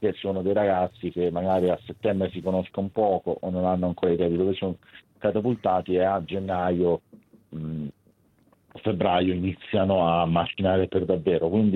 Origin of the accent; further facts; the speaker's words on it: Ravenna, Emilia-Romagna, Italy; Però io sono da Ravenna, mi aspetto un bel campionato, ecco.